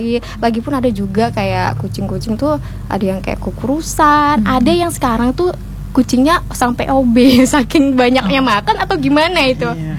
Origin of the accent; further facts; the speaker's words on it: Pemangkat, West Kalimantan, Indonesia; now in Singkawang, Indonesia; Asal dari Pemangkat